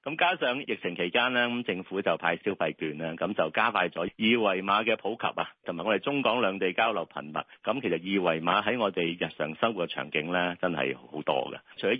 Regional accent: Hong Kong; 我哋香港人

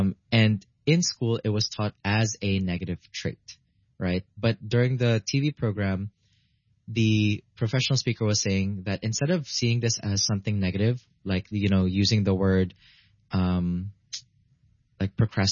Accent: Philippines

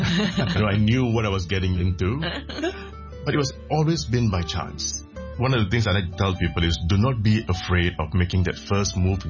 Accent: Malaysia; Growing up in Malaysia wasn't easy. And when you look like me and you talk like me, it is already putting a different pressure.

